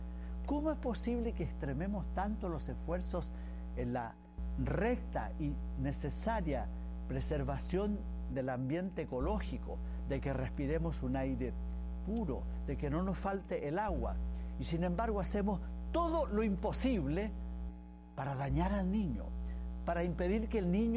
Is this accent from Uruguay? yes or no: no; Chile; En mi país, Chile, el 70% de los niños que nacen están naciendo fuera de una familia unida por un matrimonio.